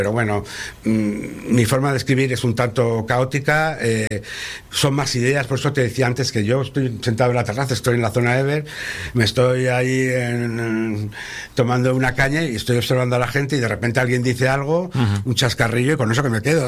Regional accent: León, Castile and León, Spain; born there; yo nací en León porque casualmente, en aquella época, mi madre sacó unas cátedras y eligió León, y mi padre siguió a mi madre.

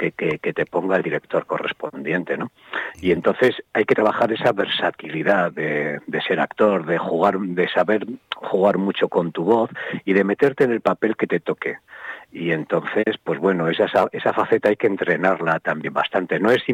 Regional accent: Castro Urdiales, Cantabria, Spain; Bueno, tengo que agradecer siempre que yo no soy de Laredo, ¿no? Soy de Castro, pero es que me tratan como si fuera de Laredo, me tratan de maravilla.

